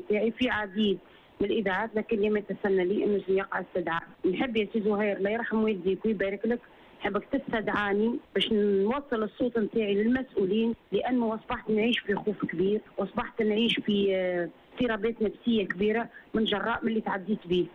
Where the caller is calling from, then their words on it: Tunisia; أنا أم تونسية، أم زوجة أولاد تونسية،